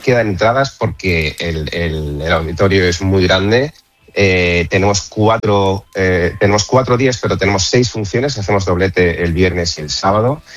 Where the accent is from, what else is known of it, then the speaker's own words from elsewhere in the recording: Seville, Andalusia, Spain; por fin ya a mi tierra.